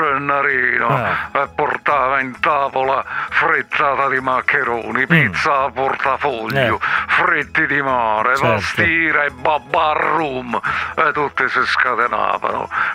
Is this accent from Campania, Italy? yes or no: yes; Campania, Italy; Da campano verace e puro sangue mi sento offeso.